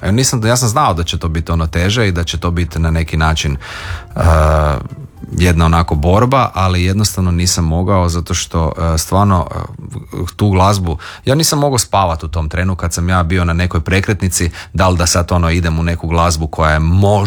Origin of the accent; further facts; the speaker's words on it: Zaprešić, Zagreb County, Croatia; snimljen u mom rodnom kraju, u Zaprešićkom kraju, baš ono u Zaprešiću